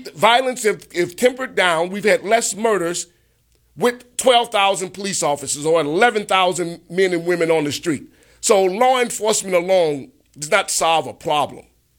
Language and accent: English; Chicago, Illinois, United States; I remember growing up in Chicago